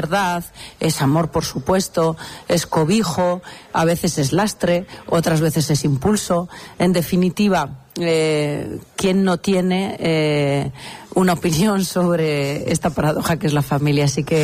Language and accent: Spanish; Tudela, Navarre, Spain; Congreso que se celebra en Tudela, en Navarra, por tanto mi tierra